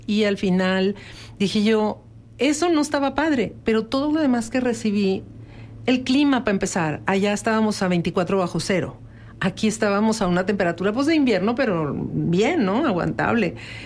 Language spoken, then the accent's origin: Spanish; Mexico; moved away as an adult; also born or lived in Toronto, Canada; now in San Miguel de Allende, Mexico; yo decía, yo soy de México